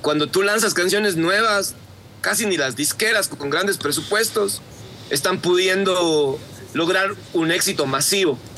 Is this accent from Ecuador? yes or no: yes; Ecuador; como ecuatorianos en nuestro ADN tenemos introducido ritmos, canciones, melodías